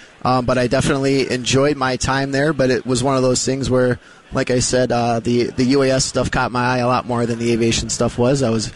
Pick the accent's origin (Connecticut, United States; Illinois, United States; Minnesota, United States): Minnesota, United States; Lakeville; I am originally from Lakeville, Minnesota.